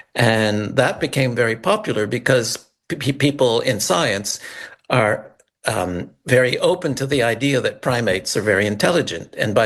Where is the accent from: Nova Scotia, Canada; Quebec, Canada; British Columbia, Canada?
Quebec, Canada; Montreal; Yes, I grew up in Montreal. I've never been much of a nature person, and actually I was more comfortable in the city.